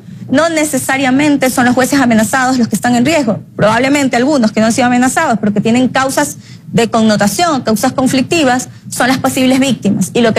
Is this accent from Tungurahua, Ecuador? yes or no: no; Los Ríos, Ecuador; Los Ríos, por ejemplo, es mi tierra, mi provincia.